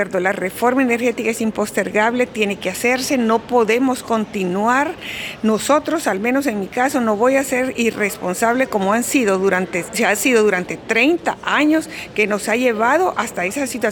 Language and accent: Spanish; Honduras; no solo como legisladores, sino como hondureños